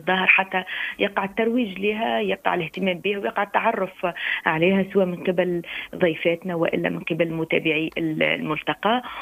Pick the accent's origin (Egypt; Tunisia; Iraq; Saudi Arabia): Tunisia; عندنا في تونس